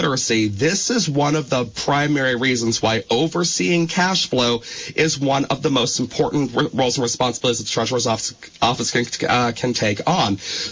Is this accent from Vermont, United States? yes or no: yes; Rutland, Vermont, United States; My very first one was recorded at Peg TV of Rutland City, of all places, my hometown of Rutland County.